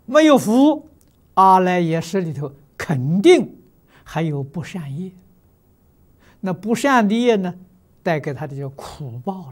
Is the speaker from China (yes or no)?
yes; China; 80岁圆寂是我们中国人讲的虚岁。